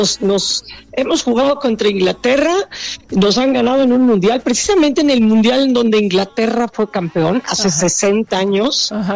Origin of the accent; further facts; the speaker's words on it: Mexico; si de algún lugar somos los mexicanos, es de la sufridera.